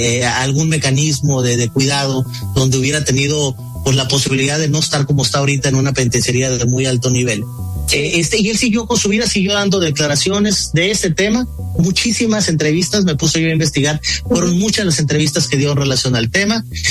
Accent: Baja California, Mexico; now in Mexico City, Mexico; soy de Baja California

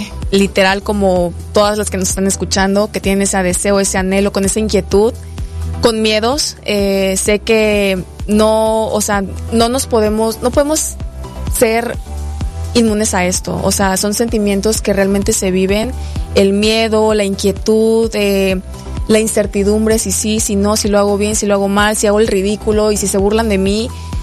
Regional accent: Chiapas, Mexico; al final todos somos paisanos, somos chiapanecos

